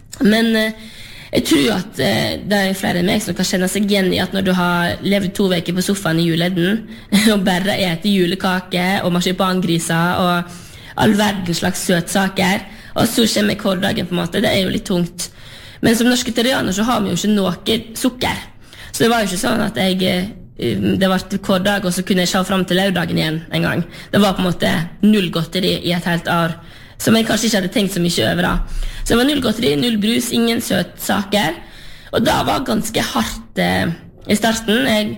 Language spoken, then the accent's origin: Norwegian; Sørheim, Vestland, Norway; som jeg kommer jo selv fra Lerigard på Sørheim